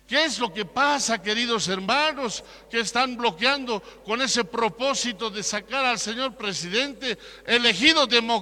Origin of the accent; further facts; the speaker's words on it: Bolivia; estamos llamados, invitados a conocer y a amar nuestra patria Bolivia, pero con obras concretas, viviendo como verdaderos bolivianos, abrazados collas con cambas